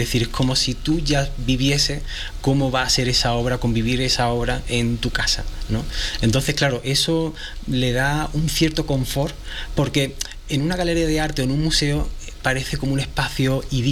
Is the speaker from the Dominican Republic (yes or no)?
no; Málaga, Andalusia, Spain; sobre la identidad de mi de donde vengo, es decir, de Málaga, España, hacia México